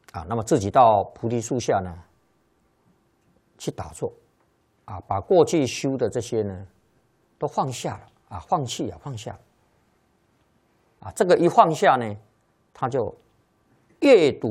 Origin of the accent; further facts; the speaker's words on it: China; 那么这个依照我们中国人的算法了，算虚岁的，算虚岁的。